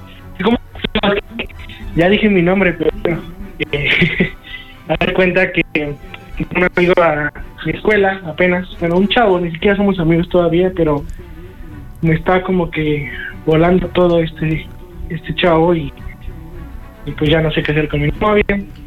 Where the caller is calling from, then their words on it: Ixtapaluca, State of Mexico, Mexico; Soy de Ixtapaluca